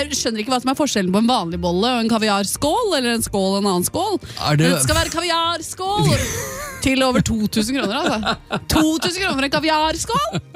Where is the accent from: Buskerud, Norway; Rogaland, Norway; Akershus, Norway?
Akershus, Norway; Bærum; Noen ganger skjønner jeg at jeg er fra Bærum